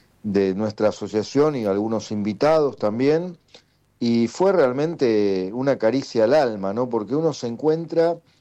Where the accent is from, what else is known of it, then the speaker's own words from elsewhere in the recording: Buenos Aires, Argentina; porque nosotros somos de Floresta.